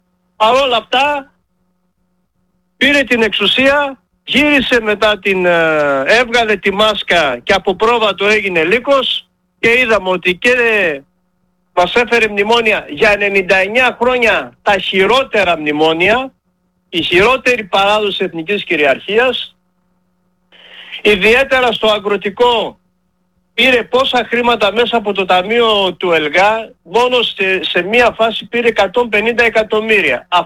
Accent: Macedonia, Greece; εμείς οι αγρότες ακρίτες Μακεδόνες

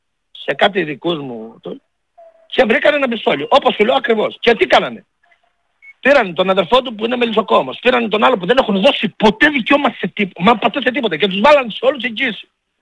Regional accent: Greece; είμαι Έλληνας πατριώτης

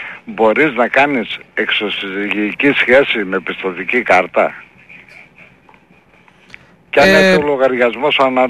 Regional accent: Thessaloniki, Central Macedonia, Greece; Λοιπόν, εγώ γεννήθηκα μεγάλωσα στο Βαρβάρι

